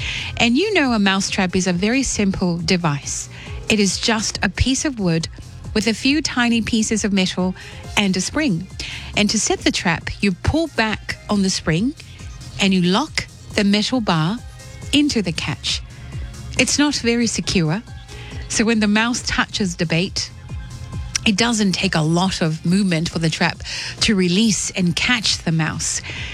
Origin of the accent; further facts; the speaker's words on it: Tonga; moved away; growing up in Tonga and growing up, of course, when I was a child and a teenager